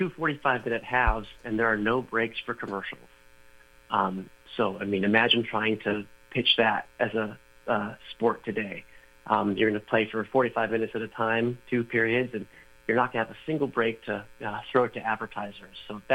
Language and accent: English; United States; as an American